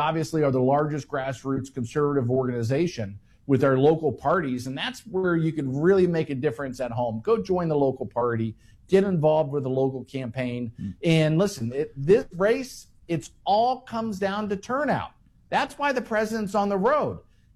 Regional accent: Florida, United States; I'm from Florida

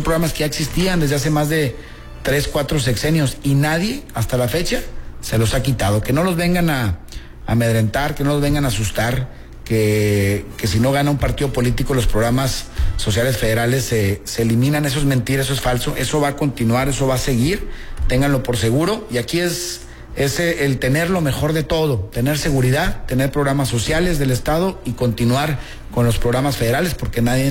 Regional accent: Mexico; Todos somos ciudadanos mexicanos y necesitamos homologarlo.

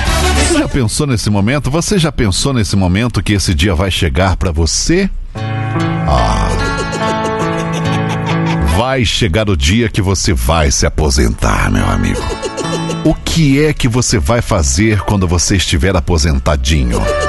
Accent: Lages, Santa Catarina, Brazil; Meu pai, a gente é de Lages, né, de Santa Catarina.

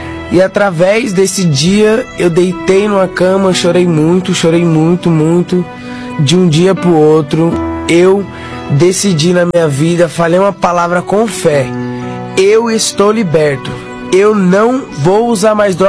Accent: São Bernardo do Campo, São Paulo, Brazil; sou de São Bernardo do Campo

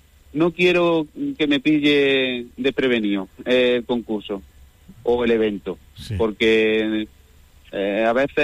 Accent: Añora, Andalusia, Spain; now in Villanueva de Córdoba, Spain; Sí, sí, en Villanueva, en Añora, en mi pueblo también lo he escuchado.

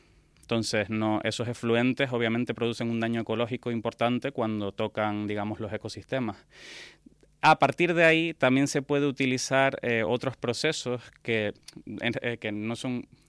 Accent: Canary Islands, Spain; moved away as an adult; also born or lived in Austria; yo soy estudiante de la Universidad de La Laguna. Estudié mi tesis doctoral aquí y luego, pues como muchos canarios, tuve que salir fuera. En mi caso salí a Austria.

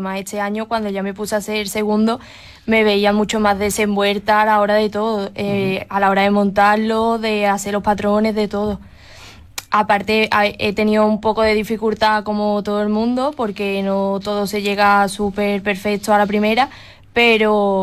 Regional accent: Osuna, Andalusia, Spain; Sí, sí, soy de aquí de Osuna.

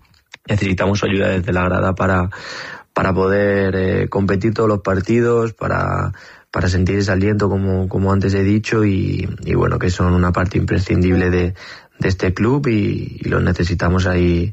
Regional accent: Ciudad Real, Castilla-La Mancha, Spain; yo como un castellano manchego y de moral de aquí de Ciudad Real

